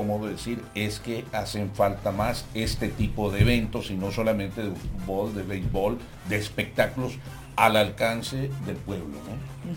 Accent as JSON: {"language": "Spanish", "country": "Mexico", "said": "Yo soy mexicano hasta las cachas."}